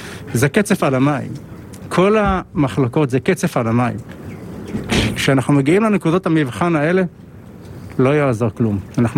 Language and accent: Hebrew; Gedera, Central District, Israel; born or raised there